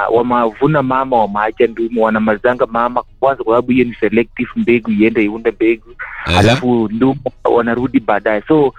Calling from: Kitale, Trans-Nzoia County, Kenya; Niko Kitale Trans Nzoia alongside Swam Road.

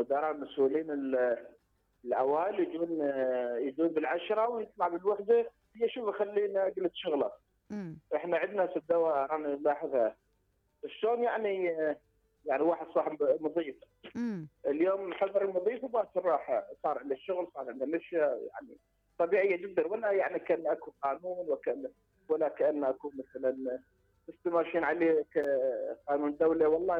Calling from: Iraq

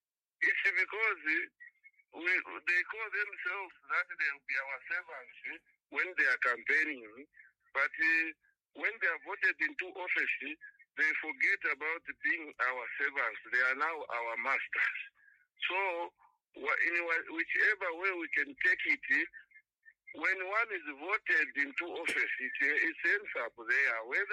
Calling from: Ndola, Copperbelt, Zambia; calling from Ndola.

